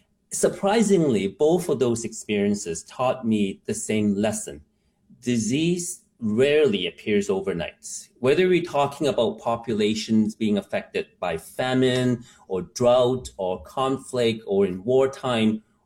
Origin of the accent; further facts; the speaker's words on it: Canada; Now, I am Chinese. I grew up in Canada, but I still had a very tight fundamental understanding with the Tao understanding of traditional Chinese medicines.